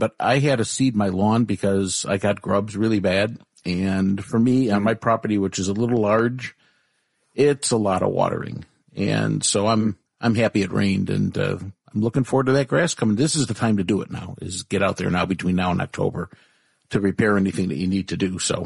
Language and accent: English; Chicago, Illinois, United States; I mean, I'm a Chicago fan. You know, we're from Chicago.